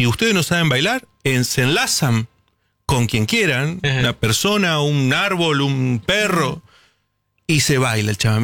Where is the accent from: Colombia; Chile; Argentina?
Argentina; nuestra identidad como argentinos